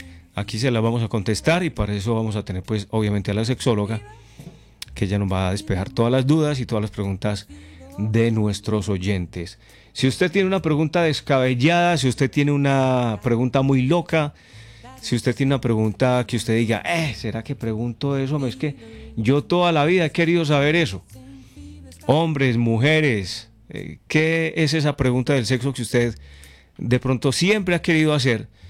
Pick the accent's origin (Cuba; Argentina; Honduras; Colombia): Colombia; Concordia, Antioquia; Yo soy de un pueblo aquí cerquita a Medellín, doctora, ¿cierto? Yo soy montañero de Concordia, Antioquia, pueblo cafetero, nos gusta mucho el café, aunque bueno, en estos últimos años se ha metido el aguacate, ¿cierto?